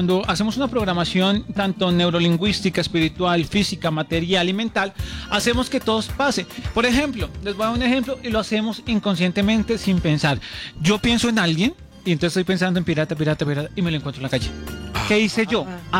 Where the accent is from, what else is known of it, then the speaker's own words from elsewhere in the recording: Colombia; realmente somos los colombianos que adoptamos esa situación y realmente es un país de la suerte.